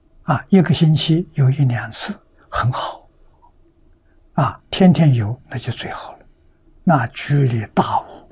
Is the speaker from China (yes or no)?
yes; China